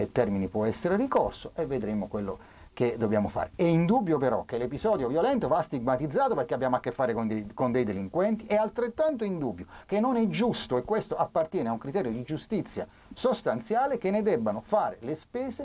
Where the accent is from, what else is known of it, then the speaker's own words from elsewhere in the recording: Taranto, Apulia, Italy; Io sono del Taranto, sono tifoso del Taranto, sono appassionato della mia città